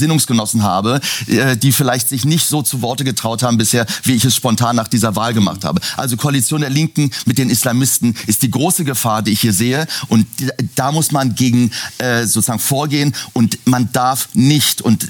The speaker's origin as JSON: {"language": "German", "country": "Iran", "said": "letztendlich bin ich Iraner, iranischer Herkunft. Meine Eltern sind beide Perser, meine Eltern sind Iraner"}